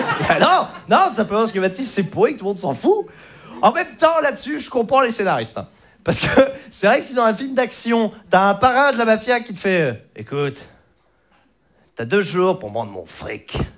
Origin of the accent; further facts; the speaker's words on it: Normandy, France; Moi, à la base, je viens de Normandie. Hein. Je le dis pour ceux qui n'ont pas lu ma page Wikipédia. Et quand je suis parti de chez moi, le magasin n'était pas développé là-bas.